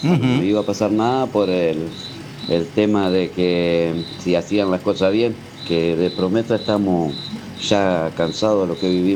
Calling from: Concordia, Entre Ríos, Argentina; acá en Concordia.

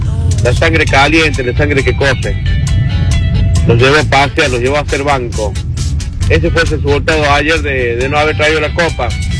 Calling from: Argentina; No me conformo como argentino ser segundo.

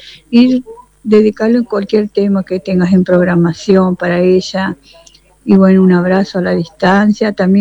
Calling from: Las Breñas, Chaco, Argentina; Y yo soy de Las Breñas.

